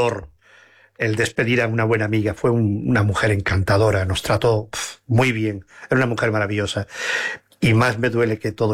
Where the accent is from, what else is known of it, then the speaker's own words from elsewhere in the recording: Palma del Río, Andalusia, Spain; me duele como apasionado de mi pueblo y de cualquier palmeño que en el mundo haga algo grande por Palma del Río.